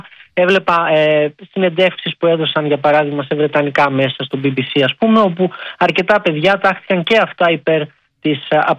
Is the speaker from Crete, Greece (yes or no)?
yes; Crete, Greece; now in London, United Kingdom; Τώρα αν με ρωτάς από Αθήνα, επειδή δεν γνωρίζω, είμαι από Κρήτη, δεν μπορώ να σου απαντήσω.